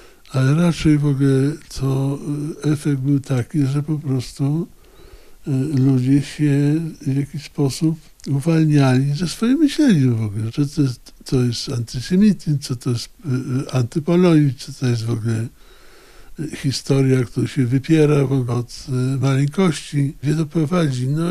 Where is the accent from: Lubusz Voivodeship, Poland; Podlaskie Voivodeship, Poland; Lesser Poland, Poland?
Podlaskie Voivodeship, Poland; Białystok; ja się wychowałem w cieniu bardzo dobrego teatru lalkowego w Białymstoku.